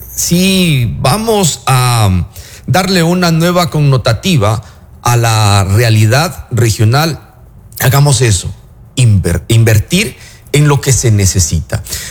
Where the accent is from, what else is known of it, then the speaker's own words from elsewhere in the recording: Santo Domingo, Santo Domingo de los Tsáchilas, Ecuador; Santo Domingo es gente de, es tierra de gente muy emprendedora